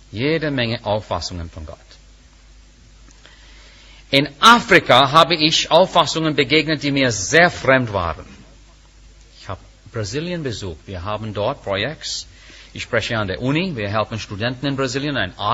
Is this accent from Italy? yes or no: no; India; German is a second language; Es gibt Unzufriedenheit auch in Indien. Auch in Indien. Ich bin Inder.